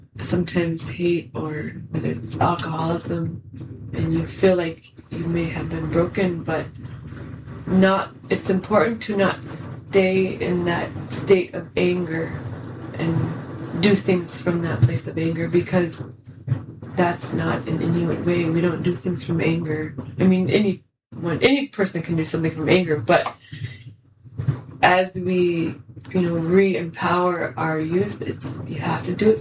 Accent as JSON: {"language": "English", "town": "Nome", "region": "Alaska", "country": "United States", "tie": "born or raised there", "said": "I'm a King Islander. I'm from Nome, Alaska. And I was raised by my strong family of King Island Native women."}